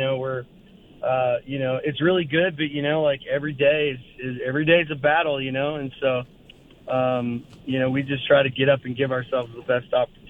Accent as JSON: {"language": "English", "region": "Alberta", "country": "Canada", "tie": "born or raised there", "moved": "as an adult", "lives_now": "Nashville, United States", "said": "I grew up in Northern Alberta, and if I was playing hockey, I was popular"}